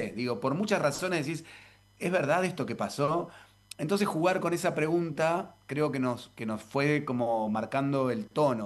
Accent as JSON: {"language": "Spanish", "town": "Carmen de Patagones", "region": "Buenos Aires Province", "country": "Argentina", "tie": "born or raised there", "moved": "yes", "said": "de allá de mi pueblo, de Carmen de Patagones"}